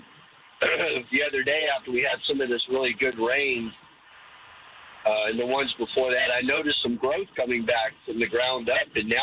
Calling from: Comfort, Texas, United States; I'm traveling from Comfort to San Antonio.

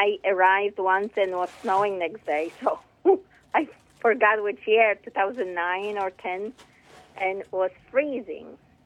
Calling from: Bellingham, Washington, United States; I'm calling from Bellingham, Washington

